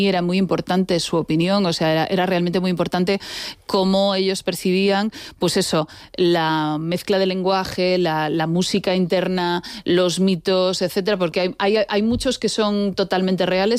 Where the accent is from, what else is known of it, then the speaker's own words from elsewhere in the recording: A Coruña, Galicia, Spain; Digámoslo, soy gallega. Gallega de A Coruña.